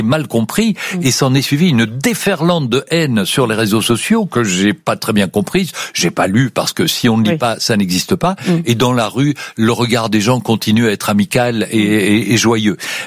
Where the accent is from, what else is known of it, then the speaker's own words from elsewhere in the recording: Belgium; now in France; Mais je suis belge dans un pays où le vote est obligatoire.